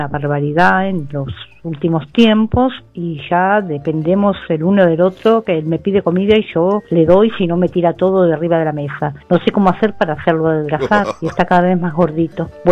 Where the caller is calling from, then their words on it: Avellaneda, Buenos Aires Province, Argentina; soy de Avellaneda